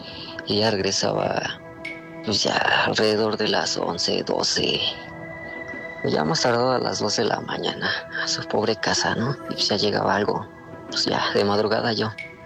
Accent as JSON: {"language": "Spanish", "town": "Toluca", "region": "State of Mexico", "country": "Mexico", "said": "Soy de Toluca y … Soy de Toluca"}